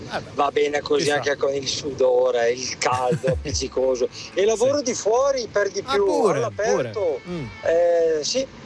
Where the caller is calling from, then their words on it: Brescia, Lombardy, Italy; da Brescia.